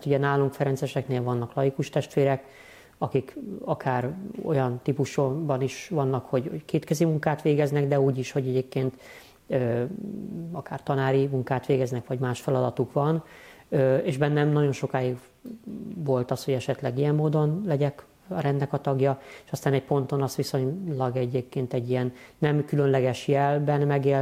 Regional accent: Budapest, Hungary; Egy budapesti nagy katolikus családból származom, heten vagyunk testvérek, én vagyok a legkisebb.

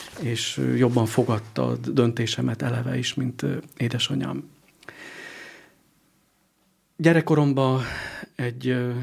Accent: Szeleste, Vas, Hungary; Egy kis faluban nőttem föl, Vas megyében, Szelestén, és a családomról azt lehet tudni, hogy anyai oldalról vallásos, hagyományos hívő család

